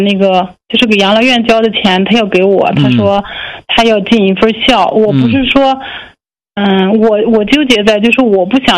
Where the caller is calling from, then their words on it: Shijiazhuang, Hebei, China; 我是石家庄的